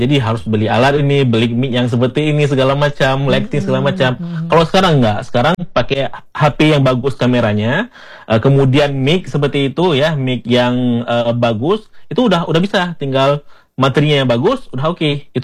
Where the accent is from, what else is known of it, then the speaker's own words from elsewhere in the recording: Aceh, Indonesia; Mungkin atau logatnya mungkin kita orang Aceh seperti itu.